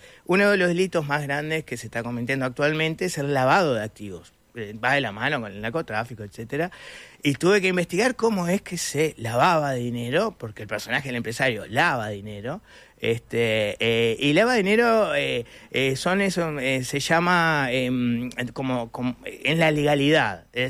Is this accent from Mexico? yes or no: no; Montevideo, Uruguay; moved away; yo soy de Villa Española, ahora no vivo ahí.